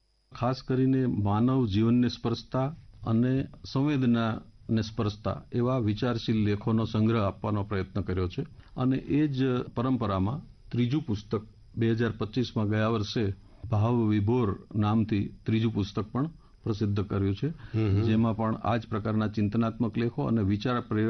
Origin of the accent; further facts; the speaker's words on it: Bhavnagar, Gujarat, India; moved away as an adult; also born or lived in Morbi; 1985માં મારે ઘરથી દૂર, કારણ કે મારું વતન ભાવનગર અને ભાવનગરથી મારે મોરબી મુકામે બેંકમાં હાજર થવાનું થયું, તો એ સમયે સ્વાભાવિક છે કે 19 વર્ષની ઉંમર પહેલીવાર ઘર છોડ્યાનો પ્રસંગ હોય